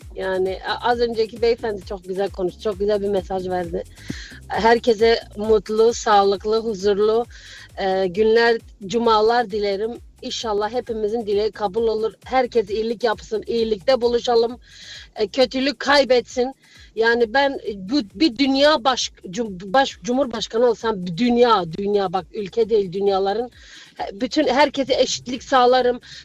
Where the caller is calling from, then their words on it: Frankfurt, Hesse, Germany; ben Frankfurt'tan